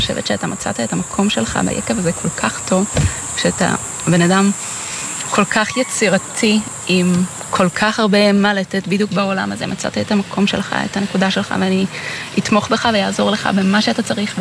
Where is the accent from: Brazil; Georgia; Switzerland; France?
Switzerland; moved away as an adult; now in Israel; אני עולה משוויץ, ובאתי לפה ואני נשארת.